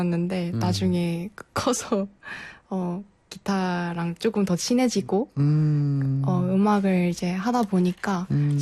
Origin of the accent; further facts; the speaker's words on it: Anseong, Gyeonggi Province, South Korea; 네, 안성에서 왔습니다.